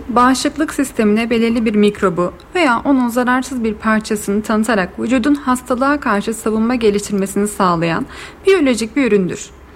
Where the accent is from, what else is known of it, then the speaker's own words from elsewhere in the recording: Kilis, Kilis Province, Turkey; Kilisliyim.